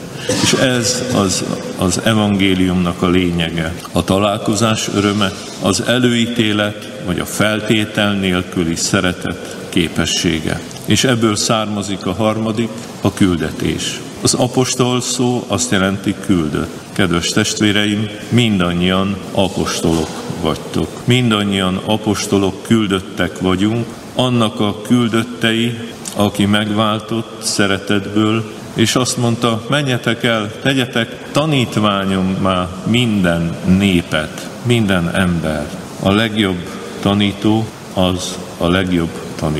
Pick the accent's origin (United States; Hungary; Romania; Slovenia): Hungary; Nógrád; Hát mondjuk Nógrád megyében, ahonnan én származom, egy kicsi faluból